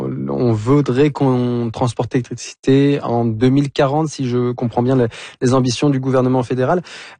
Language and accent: French; Canada; Est-ce que ça veut dire que on risque de le ressentir sur la facture d'électricité chez nous au Canada ou en Europe peut-être?